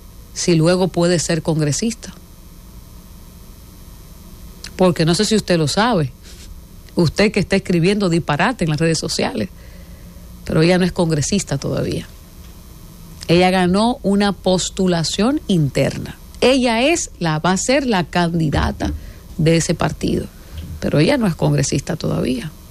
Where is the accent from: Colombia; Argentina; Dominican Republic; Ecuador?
Dominican Republic; Eso no me quita a mí yo poner mi bandera dominicana. Eso no me quita a mí yo decir que soy dominicana y que me siento orgullosa de ser dominicana.